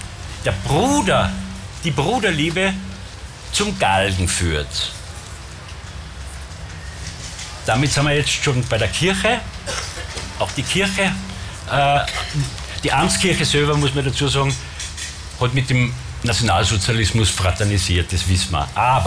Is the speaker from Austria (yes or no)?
yes; Bramberg, Salzburg, Austria; Eines der Beispiele ist aus Bramberg, wo ich herkomme, die Anna Meilinger.